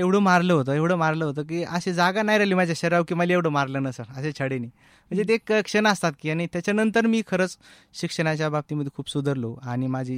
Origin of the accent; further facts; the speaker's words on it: Wahira, Maharashtra, India; माझं जे गाव आहे ते वाहेरा आहे, आष्टी तालुक्यामध्ये, बीड जिल्ह्यामध्ये, म्हणजे मी मराठवाड्यामध्ये मरतो. तर एकदम ग्रामीण भागामध्ये माझं गाव आहे. जसं बालपण हे आनंदात सुखातच असतं, तसं माझं बालपण हे अतिशय चांगल्या पद्धतीने झालं.